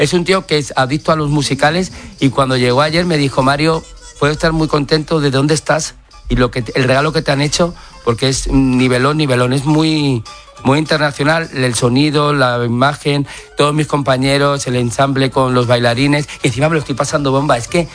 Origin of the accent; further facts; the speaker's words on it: Madrid, Community of Madrid, Spain; soy madrileño y entiendo que me cogieran a mí para hacer ese anuncio porque más madrileño de pro que soy yo no hay nadie.